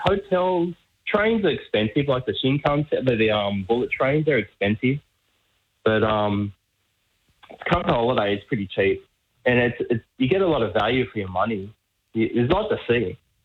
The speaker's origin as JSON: {"language": "English", "town": "Sydney", "region": "New South Wales", "country": "Australia", "lives_now": "Japan", "said": "I'm originally from Sydney, so my parents are there."}